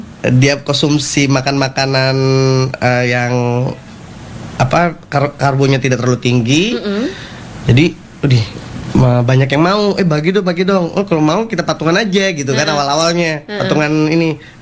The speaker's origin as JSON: {"language": "Indonesian", "region": "Jakarta", "country": "Indonesia", "tie": "born or raised there", "said": "Kebetulan saya asli dari Jakarta."}